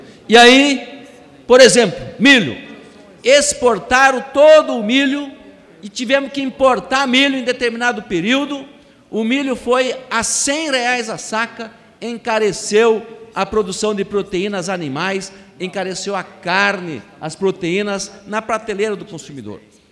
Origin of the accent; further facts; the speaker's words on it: Toledo, Paraná, Brazil; born there; ao povo do Paraná, ao povo da cidade onde eu nasci, o povo de Toledo.